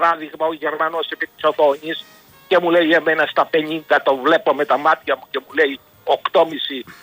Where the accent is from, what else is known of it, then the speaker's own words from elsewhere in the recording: Greece; born there; Έχω γεννηθεί στην Ελλάδα.